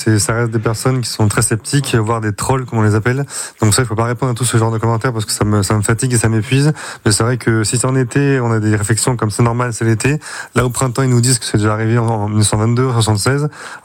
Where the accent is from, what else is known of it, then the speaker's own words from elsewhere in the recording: Rennes, Brittany, France; en plein centre-ville de Rennes, qui est ma ville natale quand même, donc je suis né là-bas en 91